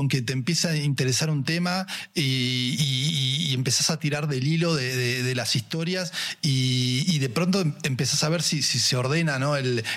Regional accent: Argentina; como argentinos siempre nos salvan

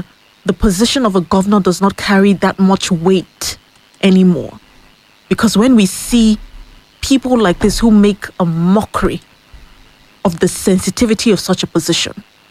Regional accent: Nigeria; As a Nigerian, I feel very ashamed.

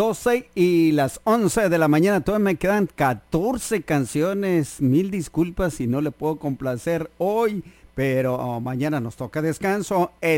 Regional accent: Esqueda, Sonora, Mexico; now in Tecate, Mexico; Soy de Sonora, de Esqueda, Sonora, desde 1965, haciendo historia en Tecate, Pueblo Mágico.

